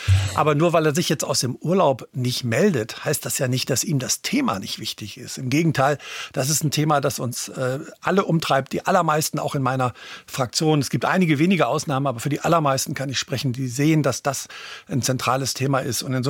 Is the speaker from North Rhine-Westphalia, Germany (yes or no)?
yes; North Rhine-Westphalia, Germany; Ich komme ja aus der Region hier, ich wohne gar nicht weit weg von Köln, habe 18 Jahre hier in Köln gearbeitet